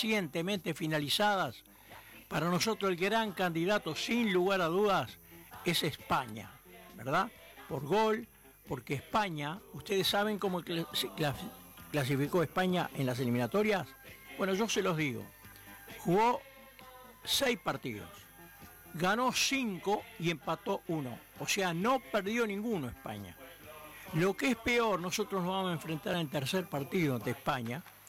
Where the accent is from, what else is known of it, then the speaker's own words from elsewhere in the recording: Uruguay; Así somos los uruguayos.